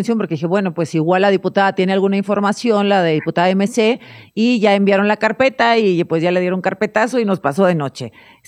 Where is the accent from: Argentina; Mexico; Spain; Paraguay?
Mexico; Las mexicanas queremos verdad y justicia, no más impunidad.